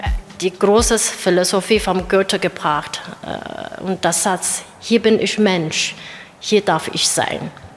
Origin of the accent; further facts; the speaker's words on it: Taiwan; German is a second language; now in Germany; Taiwan, meine Heimat, zu vorstellen, auf andere Seite auch meine zweite Heimat, Deutschland, Sachsen, zu vorstellen.